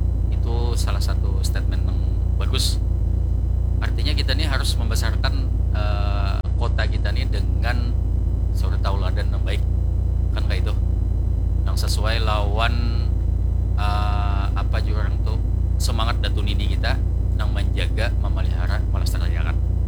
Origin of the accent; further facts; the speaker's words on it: Banjarmasin, South Kalimantan, Indonesia; kota kita Banjarmasin ini adalah kota sungai